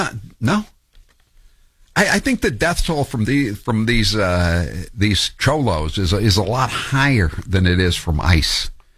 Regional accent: Cumberland County, Maine, United States; when I was born in Cumberland County, Maine, and I spent a lot of my youth in Cumberland County. I owned property in Cumberland County till I was 40 or so.

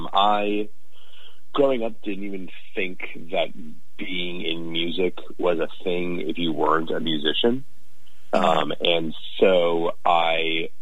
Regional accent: Arlington, Virginia, United States; Majored in international affairs, focusing in conflict resolution, and I'm from Arlington, Virginia.

